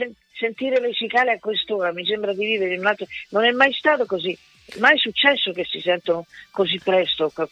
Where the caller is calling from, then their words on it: Bologna, Emilia-Romagna, Italy; qui a Bologna